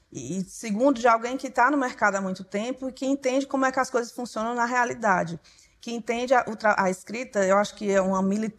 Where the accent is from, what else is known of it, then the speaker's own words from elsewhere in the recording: Brazil; para nós brasileiros